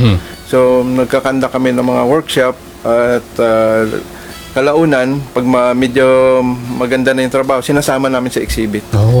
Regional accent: Puerto Galera, Mimaropa, Philippines; Yung dati kasi yung grupo namin ay Puerto Galera Art Group, kasi taga Puerto Galera ako.

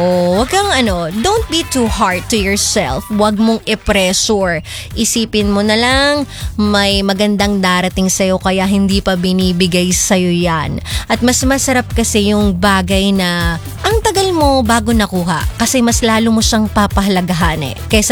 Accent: Bicol Region, Philippines; now in Batangas, Philippines; Pa-shoutout po kami dito sa Tolo, Batangas. Taga Bicol po ako. Nandito po ako para magtrabaho.

